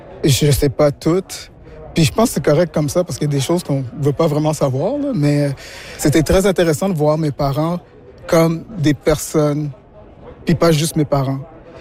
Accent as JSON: {"language": "French", "region": "Quebec", "country": "Canada", "said": "Donc, puisque je suis Québécois d'origine haïtienne, je trouvais intéressant de me mettre dedans puis de faire des parallèles avec ce qu'eux ont vécu"}